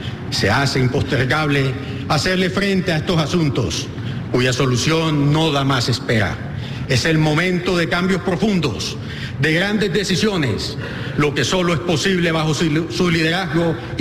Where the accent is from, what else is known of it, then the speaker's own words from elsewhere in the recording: Caribbean Region, Colombia; En nuestra costa Caribe, de donde usted y yo somos presidente